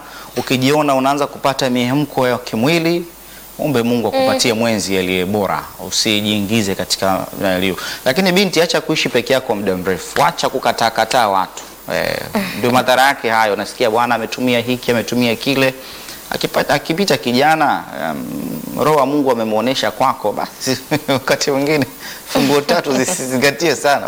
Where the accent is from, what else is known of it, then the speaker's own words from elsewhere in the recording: Songea, Ruvuma, Tanzania; Kule kwetu Songea.